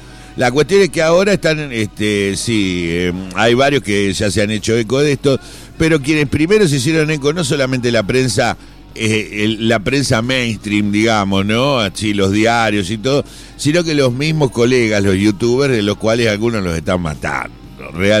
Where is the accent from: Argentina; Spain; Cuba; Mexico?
Argentina